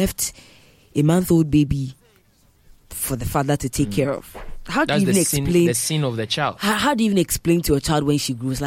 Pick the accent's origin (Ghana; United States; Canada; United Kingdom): Ghana